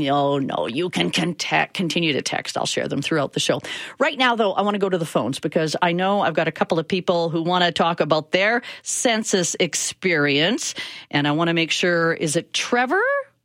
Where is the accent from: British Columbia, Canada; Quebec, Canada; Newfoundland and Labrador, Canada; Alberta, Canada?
Alberta, Canada; I've always seen myself as a Canadian first and an Albertan second.